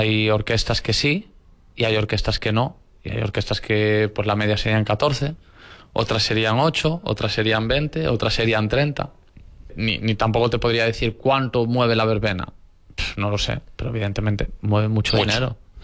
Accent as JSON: {"language": "Spanish", "town": "Vilagarcía de Arousa", "region": "Galicia", "country": "Spain", "tie": "born or raised there", "said": "también me considero de Vilanova, ¿no? Me considero de los dos sitios porque yo he vivido y me he criado en los dos sitios. Tanto en Vilanova como en Villagarcía. Entonces, para mí, realmente, cuando me dicen, ¿de dónde eres? Yo soy de la Ría de Arousa."}